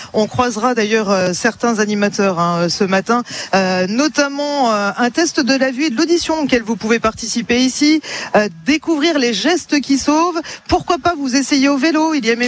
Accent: Auvergne-Rhône-Alpes, France; parce qu'on sait vivre chez nous en Ardèche

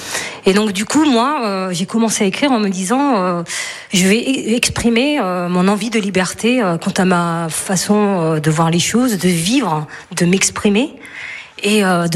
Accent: Limoges, Nouvelle-Aquitaine, France; Je viens de Limoges, je suis née à Limoges.

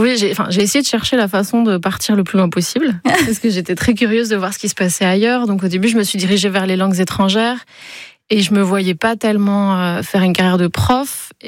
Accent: Poitiers, Nouvelle-Aquitaine, France; born there; moved away as an adult; now in Basque Country, France; je suis née à Poitiers, donc on n'est pas tout à fait au Pays Basque. Mais après, très vite, moi j'ai eu envie de partir. Donc je suis partie faire mes études, j'ai travaillé à l'étranger, je suis revenue, enfin j'ai fait pas mal de choses et j'ai atterri au Pays Basque il y a maintenant 10 ans.

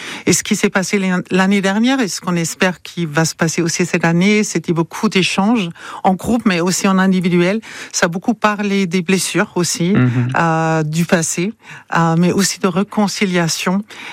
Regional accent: Rhineland-Palatinate, Germany; French is a second language; moved away as an adult; now in Dordogne, France; c'est ma terre natale, le Palatinat. Mm-hmm. C'est là d'où je viens.

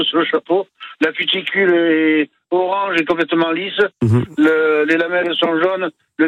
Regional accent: Cap-Ferret, Nouvelle-Aquitaine, France; also born or lived in Entre-deux-Mers; now in Verteuil, France; je suis natif du Cap-Ferret, j'étais dans l'Entre-deux-Mers, je suis dans le Médoc actuellement.

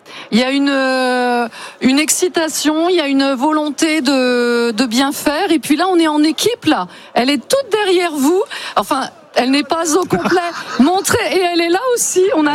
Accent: Hauts-de-France, France; Moi, je suis de l'Oise. Voilà, je suis professeur des écoles dans l'Oise.

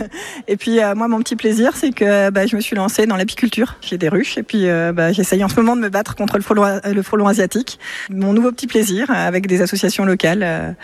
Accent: Grand Est, France; Pas du tout, je suis de Lorraine à la base.

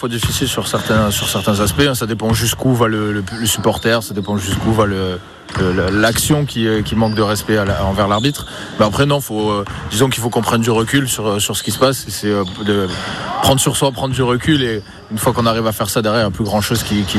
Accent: Pau, Nouvelle-Aquitaine, France; Moi, je viens de Pau, de la banlieue de Pau, à Lutbern

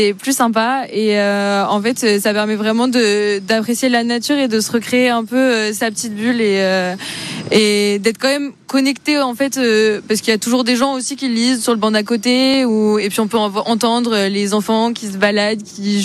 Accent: Paris, Île-de-France, France; je viens de Paris 16e et ce que j'aime l'été, c'est me balader et lire.

